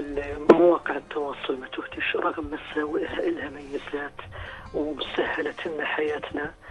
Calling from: Jordan; أنا من الأردن

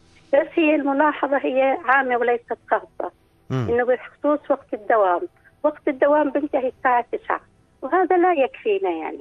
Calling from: Amman, Amman Governorate, Jordan; إحنا سكان طبربور عند غابة الحسر.

